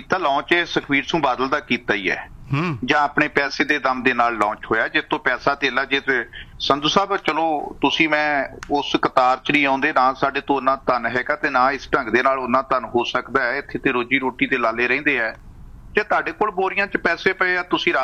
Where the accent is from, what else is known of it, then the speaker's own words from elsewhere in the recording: Punjab, India; ਅਸੀਂ ਪੰਜਾਬ ਦੇ ਲੋਕ ਹੈ ਪੰਜਾਬ ਦੇ ਵਸ਼ਿੰਦੇ ਹੈ